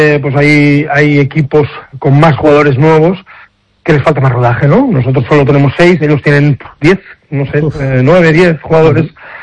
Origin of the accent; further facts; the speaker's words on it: Badalona, Catalonia, Spain; Soy de Badalona, pero también soy del Barça de fútbol, entonces, bueno, ahí y he estado en el Barça. O sea que, pero soy de Badalona, eso no me lo quita nadie.